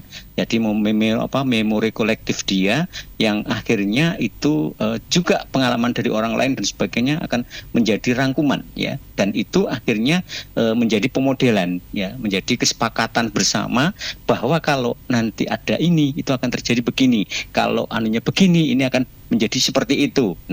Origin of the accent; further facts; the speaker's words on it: Java, Indonesia; kita ini orang Jawa